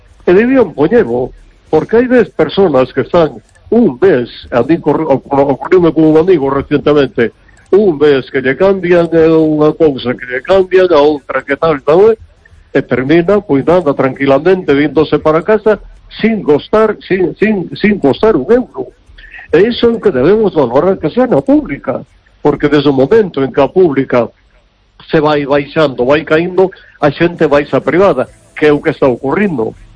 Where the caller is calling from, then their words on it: Vigo, Galicia, Spain; Hola, buenas noches.